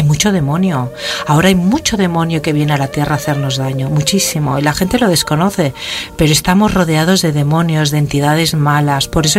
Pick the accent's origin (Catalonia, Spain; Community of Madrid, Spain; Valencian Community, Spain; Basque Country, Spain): Catalonia, Spain; Yo soy europea y me considero, yo soy española, soy catalana, pero yo soy ciudadana del mundo